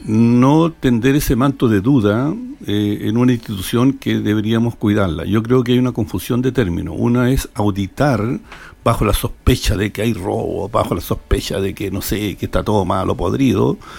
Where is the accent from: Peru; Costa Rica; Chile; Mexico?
Chile; estamos en Chile, somos chilenos.